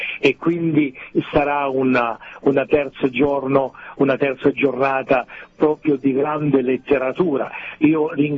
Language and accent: Italian; Calabria, Italy; Quando io e te parliamo in dialetto, tu capisci che non abito al tuo paese ma mi distingui come calabrese e viceversa.